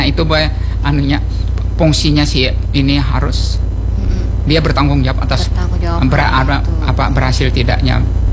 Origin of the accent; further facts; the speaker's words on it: South Kalimantan, Indonesia; ujar kita tuh Banjar tuh telinga ringkingan. Terlalu peka.